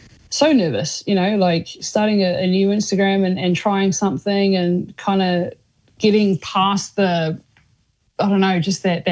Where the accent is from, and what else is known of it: New Zealand; born or raised there